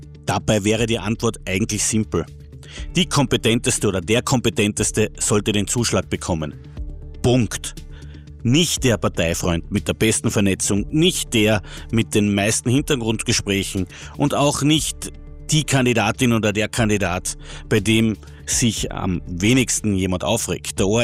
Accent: Kumpendorf, Carinthia, Austria; ich komme ursprünglich aus Kumpendorf und bin Meinungsforscher und Politikanalyst für diverse Medien im Land.

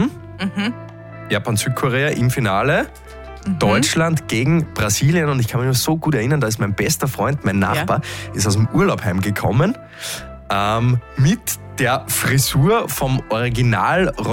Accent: Freistadt, Upper Austria, Austria; Und es gibt auch ein paar Häuser bei mir daheim in Freistadt, wo du die Marken, wie hoch damals das Wasser gestanden ist

